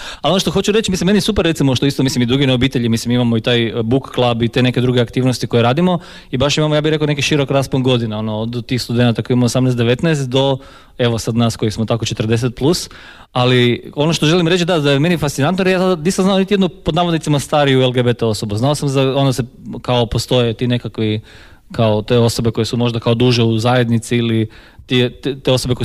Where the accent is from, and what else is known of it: Poreč, Istria County, Croatia